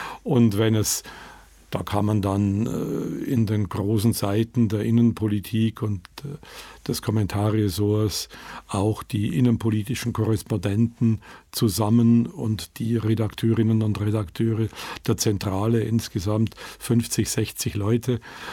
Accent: Bavaria, Germany; Es ist ein Land, das ich fast so gern mag wie die Oberpfalz, meine Heimat.

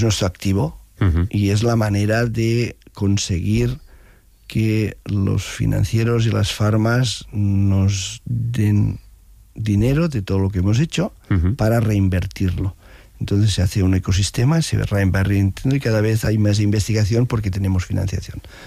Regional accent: Arenys de Mar, Catalonia, Spain; soy de Arenys de Mar, estudié ingeniería en Canet de Mar

